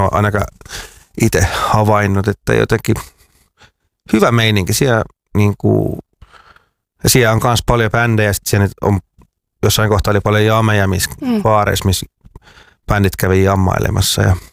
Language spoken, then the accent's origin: Finnish; Tampere, Pirkanmaa, Finland; vaikka mä koen, että olen tamperelainen, tai sanotaanko, että mulla on tamperelaistuttu